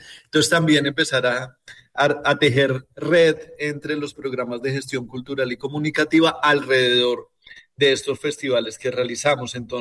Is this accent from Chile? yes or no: no; Bogotá, Bogotá Capital District, Colombia; now in Valledupar, Colombia; Yo soy de Bogotá